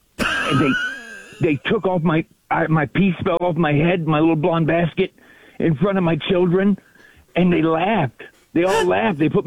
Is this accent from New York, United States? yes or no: yes; Rochester, New York, United States; also born or lived in Philadelphia; now in Virginia, United States; I'm from Rochester, New York, but I reigned from Philadelphia, but I now live in Virginia.